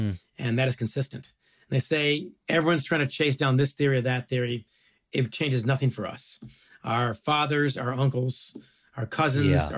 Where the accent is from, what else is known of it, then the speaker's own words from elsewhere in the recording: Great Lakes, United States; And I grew up in the Great Lakes. And we swim in these lakes, we sail in these lakes.